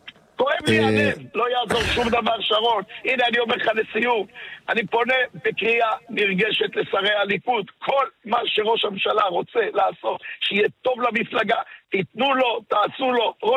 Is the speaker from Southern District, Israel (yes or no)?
yes; Dimona, Southern District, Israel